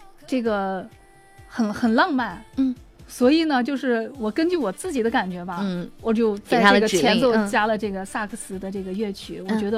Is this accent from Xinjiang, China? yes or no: yes; Xinjiang, China; 从小生活在新疆这个地方